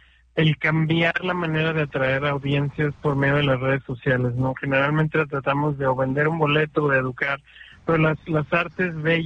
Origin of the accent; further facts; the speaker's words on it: Mexico; now in Bremen, Germany; el mío acá en Bremen, de … O sea, los mexicanos estamos soltando muchos, ahora sí que muy, muy buenos cañonazos, ¿no? Por fuera del mundo.